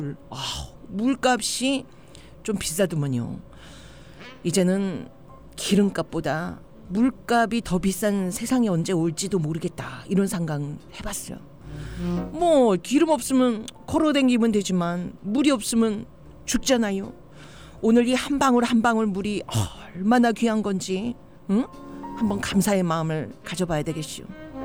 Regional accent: Chungcheong, South Korea; now in Los Angeles, United States; 저는 고향이 충청도고요. 지금은 LA의 한인타운 한타에서 살고 있어요.

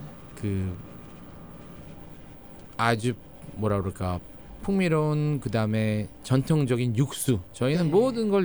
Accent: South Korea; now in Los Angeles, United States; 한국 사람으로서

